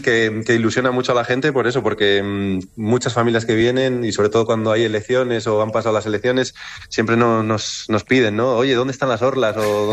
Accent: León, Castile and León, Spain; moved away as an adult; now in Asturias, Spain; yo no soy de Asturias, vine hace 6-7 años, uh-huh, pero claro, estudié en la escuela pública, le tengo mucho cariño a mi colegio, al Colegio Público San Claudio de León, a mi instituto también, el Padre Isla de León

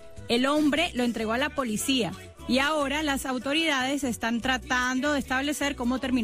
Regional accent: Barranquilla, Atlántico, Colombia; also born or lived in Cartagena; Nací en Cartagena. Pero, me crié en Barranquilla.

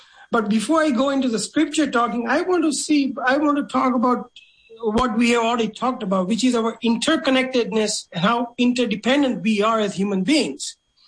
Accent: India; when we are growing up in India

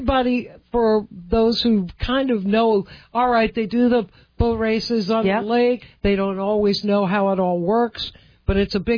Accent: Philadelphia, Pennsylvania, United States; moved away; I grew up in Philadelphia

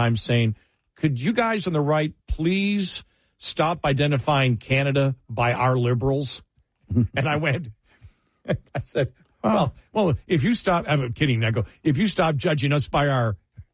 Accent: Buffalo, New York, United States; born there

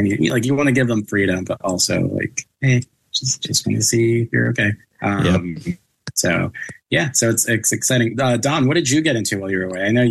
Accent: Philadelphia, Pennsylvania, United States; You got to suck it up, right? We're from Philly.

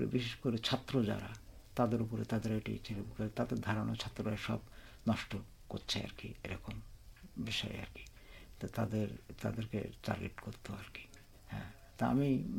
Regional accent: Khulna Division, Bangladesh; born there; আমার বাড়িটা হলো মেন রোডে, মানে যেটা ঢাকা রোড বলে, আর এখন ওর নদীর ওর একটা নাম আছে দর্শনা মুজিবনগর রোড

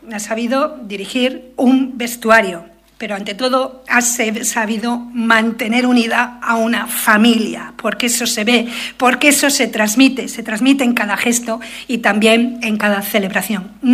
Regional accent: Cantabria, Spain; como somos nosotros los cántabros

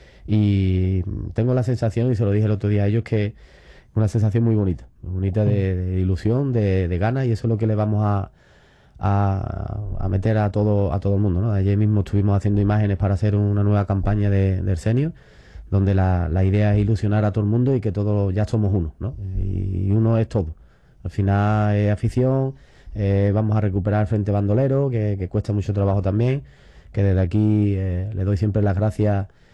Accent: Sanlúcar de Barrameda, Andalusia, Spain; now in Ronda, Spain; Yo soy de Sanlúcar

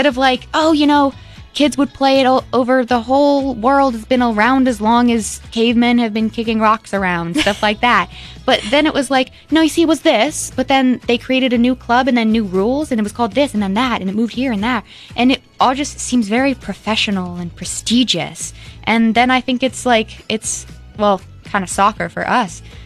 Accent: United States; as an American

